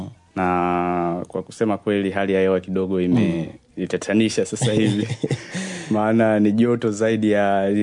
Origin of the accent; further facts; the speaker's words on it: Tanzania; moved away as an adult; now in France; Yo, mimi nimetokea Tanzania kwenda Ufaransa kwa ajili ya kufundisha lugha ya Kiingereza kwa watoto wadogo.